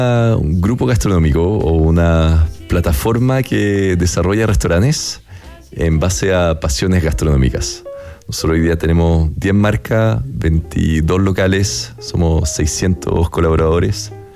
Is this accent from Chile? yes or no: yes; Chile; born there; also born or lived in France / Paris; nacido y criado hasta los 5 años en Francia. Y pero ahora ya me siento chileno, cada año me siento más chileno.